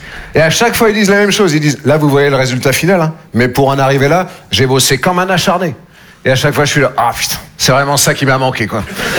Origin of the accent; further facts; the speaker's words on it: Nouvelle-Aquitaine, France; Moi, je viens des Deux-Sèvres. Je ne sais pas si vous connaissez. Entre la Vienne